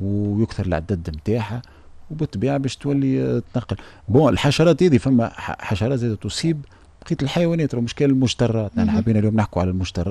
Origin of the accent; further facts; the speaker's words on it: Tunisia; عندنا في تونس